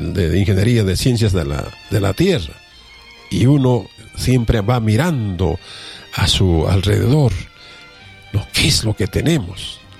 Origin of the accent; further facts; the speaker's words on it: Arequipa, Peru; tenemos que ubicarnos como ciudadanos arequipeños